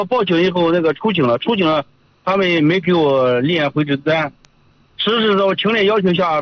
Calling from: Wenxi, Shanxi, China; 我是咱文喜的。

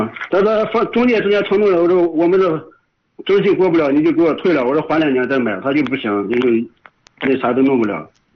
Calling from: Yuncheng, Shanxi, China; 我就是运城的，盐湖区的。

